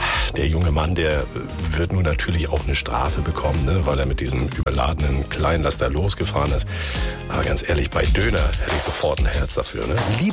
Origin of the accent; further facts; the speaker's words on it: Grimmen, Mecklenburg-Vorpommern, Germany; In der Nähe von meiner Heimatstadt Grimm am Pommern-Dreieck, da hat die Polizei einen Transporter angehalten.